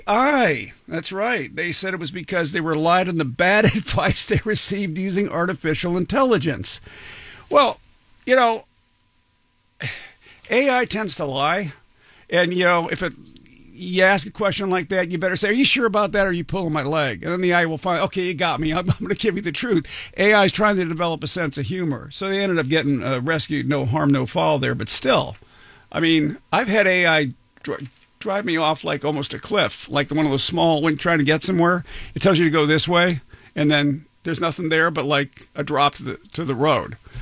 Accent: California, United States; I grew up in California.

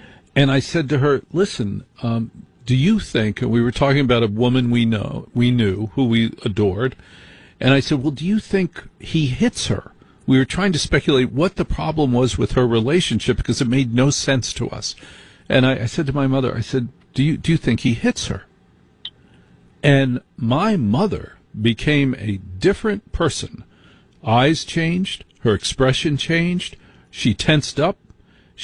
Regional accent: New Jersey, United States; And I grew up in New Jersey. And I had a Jersey mom.

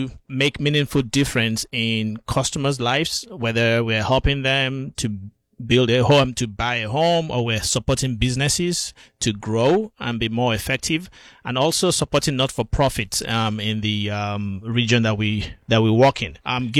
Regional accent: Nigeria; moved away as an adult; now in Hudson Valley, United States; Originally, I'm from Nigeria. I moved to the U.S. Over 20 years ago.

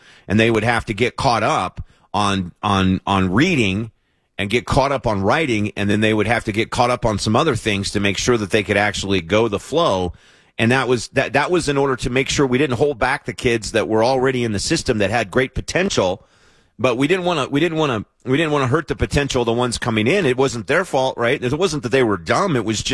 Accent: Sells, Arizona, United States; moved away; I grew up down in Sells, Arizona, which is on the Tonawatam Indian Nation. My parents are missionaries.

